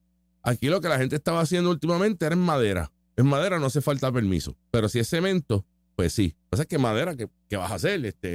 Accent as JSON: {"language": "Spanish", "country": "Puerto Rico", "said": "¿Cómo yo evidencio que soy boricua? Porque hablo español."}